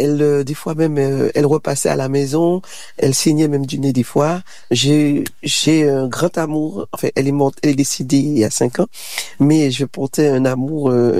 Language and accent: French; Fort-de-France, Martinique; je suis née à Fort-de-France, en Martinique. Je suis de parents martiniquais. J'ai grandi à Fort-de-France.